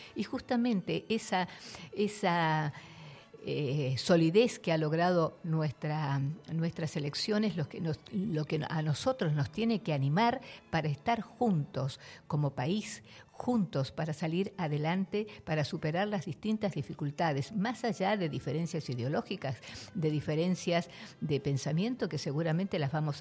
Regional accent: Argentina

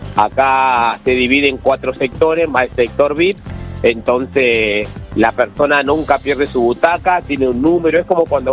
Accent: Neuquén, Argentina; Yo soy un competidor de Neuquén

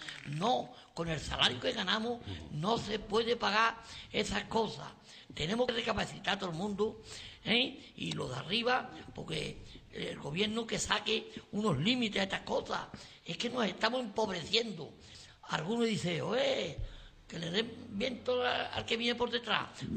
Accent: Sanlúcar de Barrameda, Andalusia, Spain

